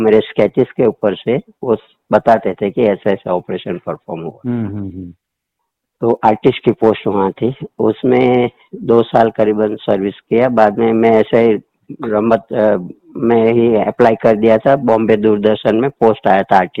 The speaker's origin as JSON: {"language": "Hindi", "town": "Ahmedabad", "region": "Gujarat", "country": "India", "tie": "born or raised there", "said": "मेरा तो जन्म अहमदाबाद में हुआ था। हाँ। और मैं अभी जहाँ रह रहा हूँ इनकम टैक्स, वो पहले मैं असारवा एरिया में मकान था हमारा।"}